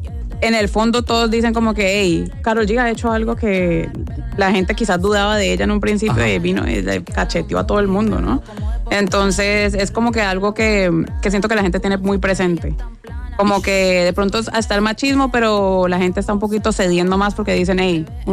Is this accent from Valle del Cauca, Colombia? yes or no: yes; Cali, Valle del Cauca, Colombia; moved away as an adult; now in Puerto Rico; se parece mucho a mi ciudad en Colombia, de Cali.